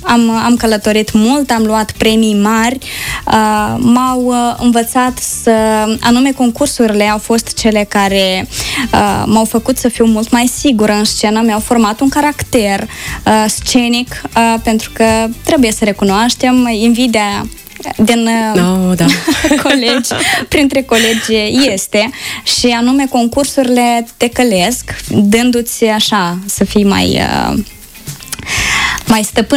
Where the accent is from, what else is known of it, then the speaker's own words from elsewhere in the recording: Pârjolteni, Călărași District, Moldova; am cântat-o și în satul meu de Baștină, unde am înlocuit Baraboiul cu Pârjolteniul. Este o melodie care, într-adevăr, nu știu, eu duc dorul de casă.